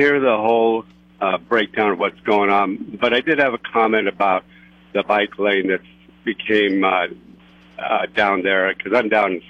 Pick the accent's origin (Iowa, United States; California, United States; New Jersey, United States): California, United States; Santa Margarita; I'm from Santa Margarita, but I'm down there, you know, 2 or 3 times a week